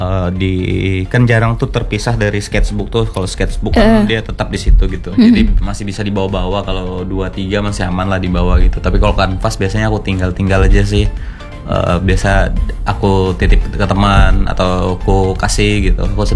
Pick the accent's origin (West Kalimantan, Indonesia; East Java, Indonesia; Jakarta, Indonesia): West Kalimantan, Indonesia; cerita atau tuturan dari daerahku tentang sejarah padi turun ke bumi dalam versi Dayak Kenayan